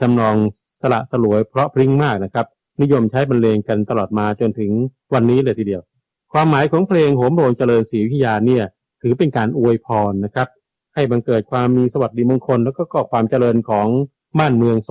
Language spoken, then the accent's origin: Thai; Bangkok, Thailand; ผมจึงมีโอกาสได้เป็นคนกรุงเทพกับเขาบ้างเรียกว่าเป็นเด็กเทพบ้างนะครับเมื่อก่อนนี้เป็นเด็กธนบุรี